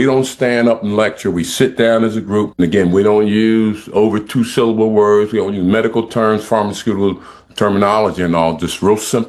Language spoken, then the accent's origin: English; Camden, New Jersey, United States; I'm from Camden, New Jersey, from the projects and all.